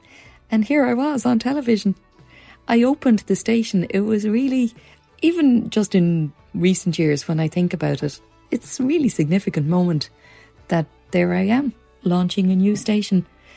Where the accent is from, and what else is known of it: Dublin, Leinster, Ireland